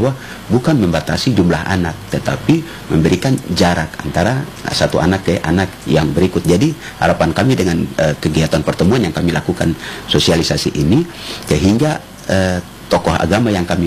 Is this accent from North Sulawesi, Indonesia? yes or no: no; Papua, Indonesia; Jadi ya, khusus kita Papua, kalau stigma untuk KB ini memang sangat besar, sehingga ini ada tantangan besar bagi kami.